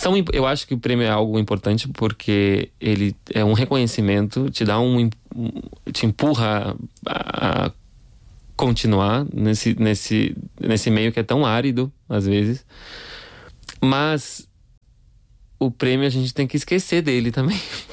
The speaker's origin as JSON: {"language": "Portuguese", "region": "Rio Grande do Sul", "country": "Brazil", "said": "E uma coisa que eu levo, eu sou do Rio Grande do Sul, né? Então, tem muitas semelhanças entre a cultura gaúcha, a cultura do Pampa, com a Espanha."}